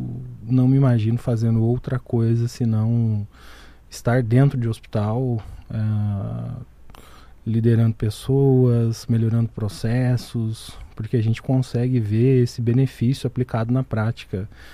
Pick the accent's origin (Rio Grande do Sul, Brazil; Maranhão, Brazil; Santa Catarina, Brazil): Santa Catarina, Brazil; Porto União; moved away as an adult; also born or lived in Manaus; eu sou natural de Porto União, Santa Catarina, uma cidade interiorana com pouco mais de 40 mil habitantes.